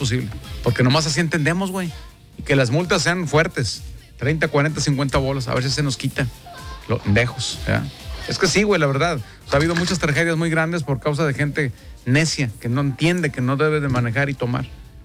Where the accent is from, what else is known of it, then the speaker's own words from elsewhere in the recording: Mexico; Así somos los mexicanos, nos quema el dinero las manos